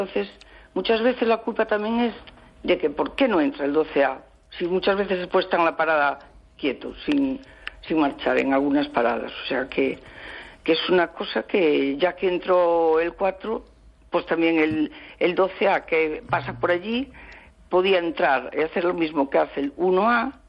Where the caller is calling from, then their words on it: A Coruña, Galicia, Spain; yo vivo en Mato Grande